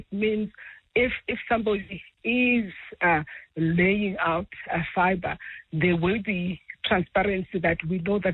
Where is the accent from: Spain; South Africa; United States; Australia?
South Africa; Pretoria, Gauteng; I come from Pretoria.